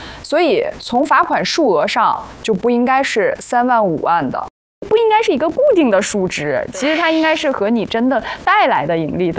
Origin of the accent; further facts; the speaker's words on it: China; 就像我们中国人讲的不能够做到毕其功于一役